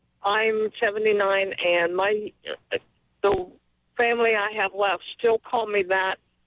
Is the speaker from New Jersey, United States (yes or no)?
no; Gassaway, West Virginia, United States; born there; I was born, I didn't grow up there, but I was born in Braxton County, West Virginia.